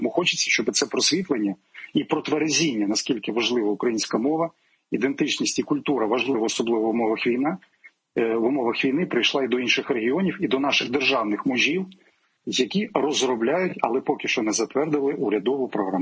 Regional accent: Mykolaiv Oblast, Ukraine; Я уродженець Миколаївщини, але, вибачте, я працював і народним депутатом України, я співавтор мовного закону і став першим уповноваженим на захисту державної мови.

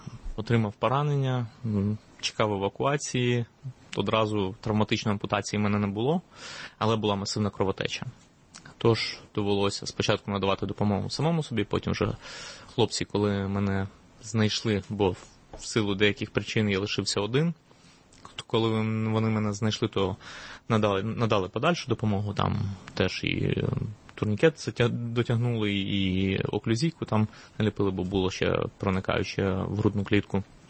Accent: Mykolaiv, Mykolaiv Oblast, Ukraine; місто, звичайно, воно завжди залишиться моїм рідним містом, і містом, де я народився, де народилась моя дитина, де я зустрів свою дружину

